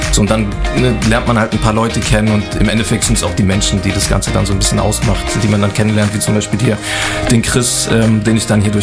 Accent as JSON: {"language": "German", "town": "Wittlich", "region": "Rhineland-Palatinate", "country": "Germany", "moved": "as an adult", "lives_now": "Trier, Germany", "said": "Ich komme ursprünglich aus Wittlich, habe in drei verschiedenen Wohnungen hier in Trier gewohnt, habe hier studiert, habe hier eine Ausbildung gemacht."}